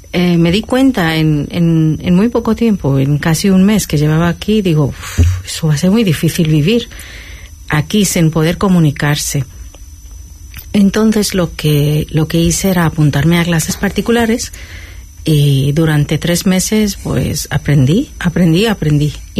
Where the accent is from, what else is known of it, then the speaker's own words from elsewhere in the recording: Mumbai, Maharashtra, India; Spanish is a second language; moved away as an adult; now in Ceuta, Spain; Y soy nativa de la ciudad de Bombay, de la India. Pero hoy por hoy puedo decir que me siento muy caballa.